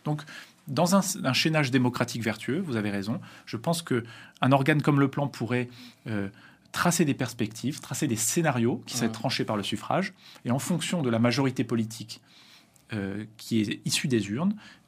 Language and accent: French; France; Donc, un espèce de décalage entre cette logique de puissance qui nous a construite en tant que Français